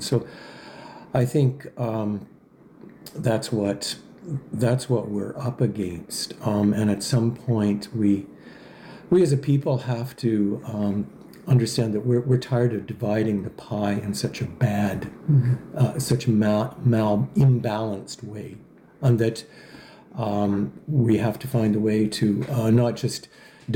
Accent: Canada; as Canadians people.

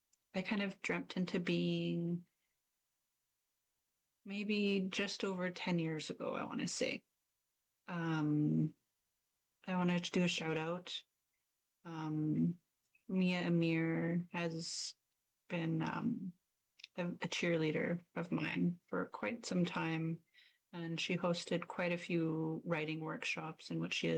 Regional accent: British Columbia, Canada; also born or lived in Kitlope; I am from the Tsimshian, Haisla, and Haltzik Nation. So Tathgu is Gitgat, also known as Hartley Bay. Gitlachmadam is Kitimat. But I'm also from Miskusa, Kitlope.

